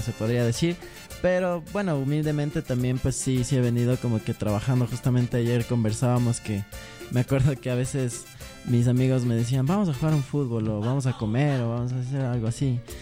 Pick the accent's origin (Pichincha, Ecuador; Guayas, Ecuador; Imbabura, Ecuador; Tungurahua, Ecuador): Imbabura, Ecuador; Atuntaqui; Pero no, nunca me imaginé como salir de mi barrio, sino yo soy de Imbabura